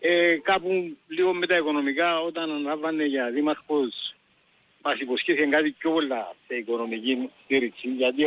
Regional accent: Salamiou, Paphos District, Cyprus; κατάγομαι από τη Σαλαμιού, εγώ είμαι από τη Σαλαμιού.

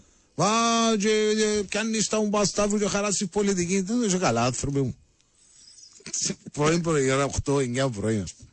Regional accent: Cyprus; accent: Cypriot; Και μιλώ κυπριακά

